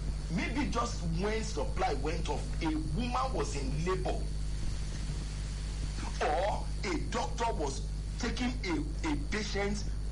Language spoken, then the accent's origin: English; Nigeria; as a Nigerian and somebody who knows about the power sector